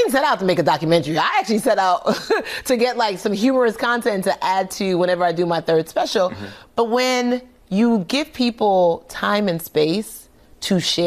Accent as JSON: {"language": "English", "country": "Nigeria", "said": "And I was like, how do I do that? I'm Nigerian."}